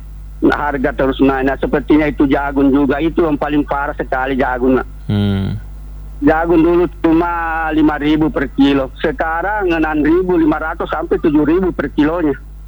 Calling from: South Sulawesi, Indonesia; Mentan itu kan orang kita-kita juga, orang Sulawesi Selatan

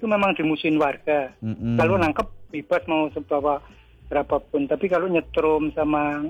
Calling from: Pulau Rimau district, South Sumatra, Indonesia; Kami masuk Kecamatan Pulau Rimo.

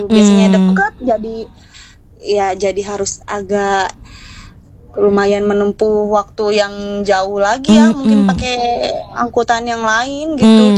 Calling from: Bandung, West Java, Indonesia; saya orang Bandung Timur

